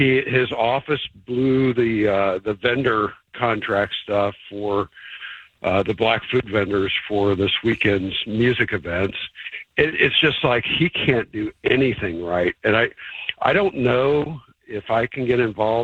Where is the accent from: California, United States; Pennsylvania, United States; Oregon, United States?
Oregon, United States; Portland; now in Centerville, United States; I'm the refugee from the People's Republic of Portland.